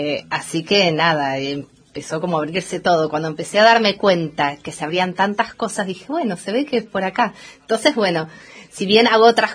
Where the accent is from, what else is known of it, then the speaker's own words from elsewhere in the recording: Buenos Aires, Argentina; moved away as an adult; now in Esquel, Argentina; yo soy de Buenos Aires, estoy acá en Esquel hace casi 11 años